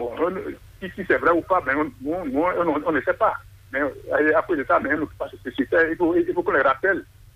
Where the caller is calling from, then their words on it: Atlantique, Benin; Je vous appelle depuis Womé.